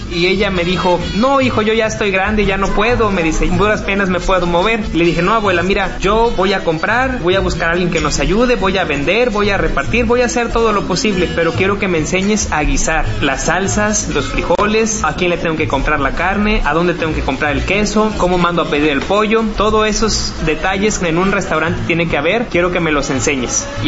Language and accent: Spanish; Huejutla de Reyes, Hidalgo, Mexico; soy originario de Huejutla de Reyes, Hidalgo.